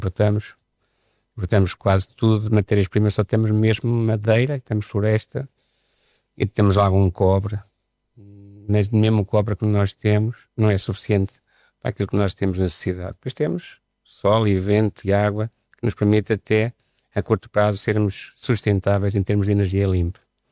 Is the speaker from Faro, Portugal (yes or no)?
no; Pessegueiro, Aveiro, Portugal; porque nós somos aqui de Pessegueiro, e esta água do rio Voga é muito produtiva